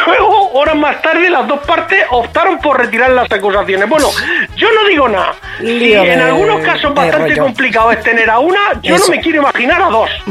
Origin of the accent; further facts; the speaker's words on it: Region of Murcia, Spain; yo soy murciano